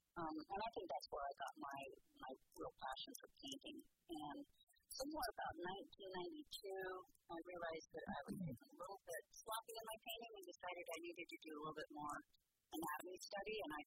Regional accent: Alamosa, Colorado, United States; now in Hawaii, United States; I was born and raised in Alamosa, Colorado. South Central in the Rocky Mountains. So we always had access to wildlife

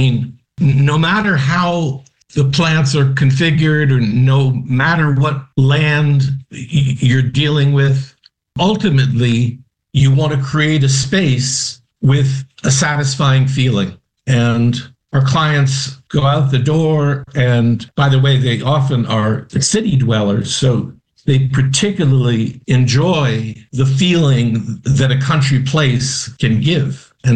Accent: New York City, New York, United States; But growing up in New York City as I did, and being immersed in theater

